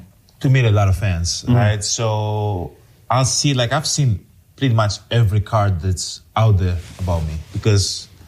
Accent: Greece; moved away; I came from Greece. I didn't know what the cards was about.

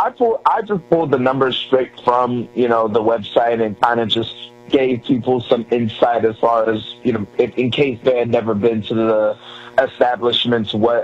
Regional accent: Chicago, Illinois, United States; now in Kansas City, United States; I'm from Chicago, by the way. I didn't realize Burnin's was a thing until I got here.

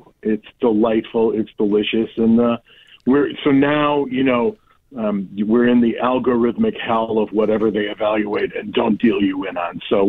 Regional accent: Buffalo, New York, United States; I'm a man of the people. I'm from Buffalo. What do you expect?

